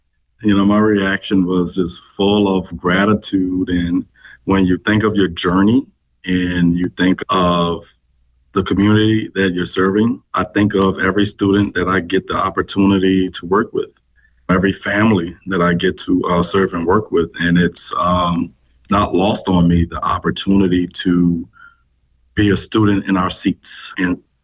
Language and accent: English; New Orleans, Louisiana, United States; also born or lived in Lafayette, Louisiana; I grew up in Hallport in our city